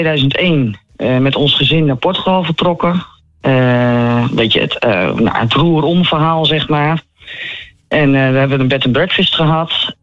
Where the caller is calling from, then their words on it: Groningen, Netherlands; Nu woon ik inmiddels wel hier, dus in Groningen.